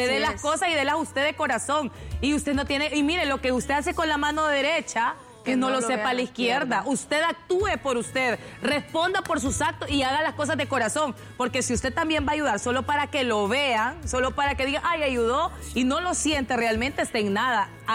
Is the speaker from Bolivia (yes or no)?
no; Honduras; a mí me llena de orgullo decir soy de Honduras